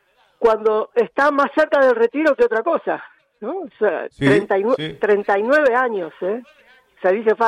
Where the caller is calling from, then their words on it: Madrid, Community of Madrid, Spain; En Madrid